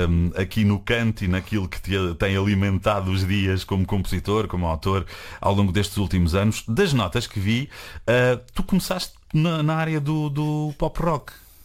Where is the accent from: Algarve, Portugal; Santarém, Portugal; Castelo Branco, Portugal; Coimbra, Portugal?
Algarve, Portugal; Rogil; Porque que é a minha terra.